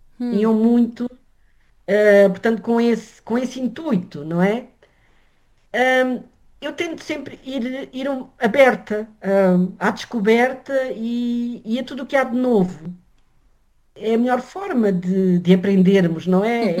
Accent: Portugal; Eu sinto que acima de tudo sou europeia e sou acima de tudo portuguesa também, independentemente de tudo o resto.

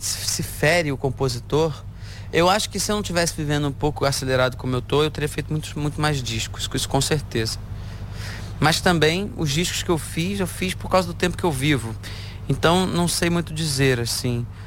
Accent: Rio de Janeiro, Brazil; now in Portugal; Até eu que sou carioca estou sofrendo aqui, gente, que é isso? Até trouxe minha namorada para ter uma experiência de Portugal

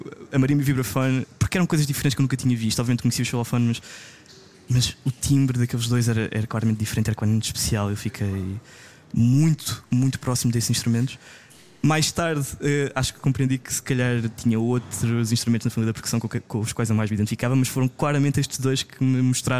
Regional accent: Alcobaça, Centro, Portugal; eu venho de Alcobaça

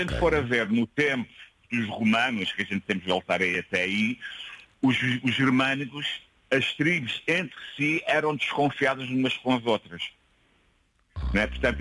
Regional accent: Queluz, Lisbon, Portugal; born there; o meu irmão nasceu em Lisboa, só é que nasci em Caluz.

